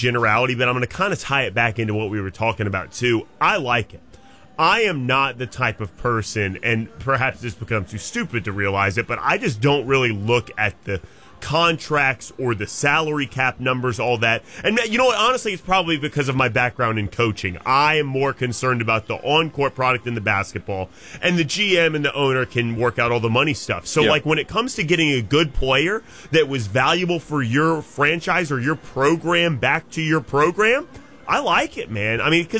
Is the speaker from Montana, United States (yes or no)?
no; Memphis, Tennessee, United States; I'm from Memphis. I grew up watching Zach Randolph.